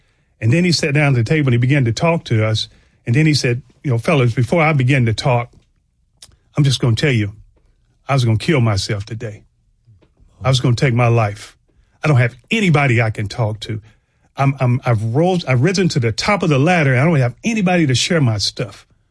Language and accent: English; Knoxville, Tennessee, United States; I was raised in Knoxville, Tennessee.